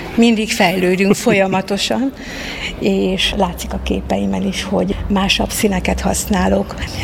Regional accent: Balmazújváros, Hajdú-Bihar, Hungary; born there; now in Debrecen, Hungary; Balmazújvároson születtem, Debrecenben élek jelenleg.

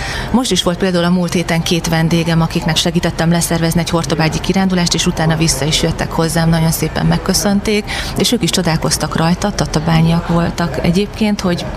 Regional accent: Debrecen, Hajdú-Bihar, Hungary; én 100%-ig belvárosi lány vagyok, tehát egy belvárosi gangos bérházban nőttem fel is, gyakorlatilag éltem világéletemben

